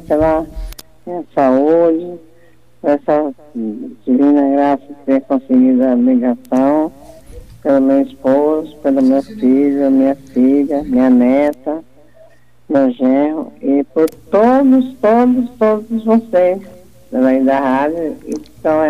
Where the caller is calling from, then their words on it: Cambé, Paraná, Brazil; de Cambé, Paraná.